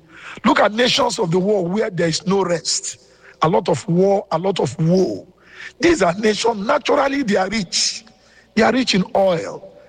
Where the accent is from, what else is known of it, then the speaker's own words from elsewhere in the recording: Nigeria; now in Benin City, Nigeria; I'm a Nigerian. And precisely, I live in Edo State. I live in Benin City.